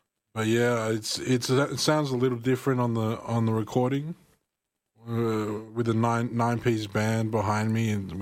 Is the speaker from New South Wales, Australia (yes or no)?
yes; Sydney, New South Wales, Australia; now in Wagga Wagga, Australia; I'm originally from Sydney, and trying to find a dog-friendly place up there.